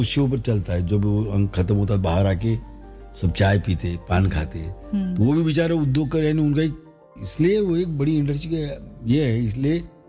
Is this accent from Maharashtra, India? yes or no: yes; Noregaon, Maharashtra, India; also born or lived in Bombay; मैं मेरा असली जो क्या बोलते उसको जो उसके ऊपर संस्कार बोलती हूँ नोरगांव में हुई चंद्रपुर जिले में जो बालाजी पटेल मेरे मामू थे वहाँ मेरे प्राइमरी शिक्षण से मैं वहाँ गया